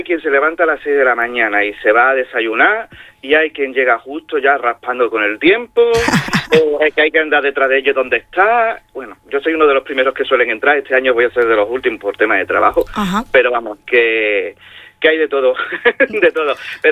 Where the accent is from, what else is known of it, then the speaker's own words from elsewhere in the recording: Málaga, Andalusia, Spain; now in Extremadura, Spain; Yo no, de hecho yo soy malagueño.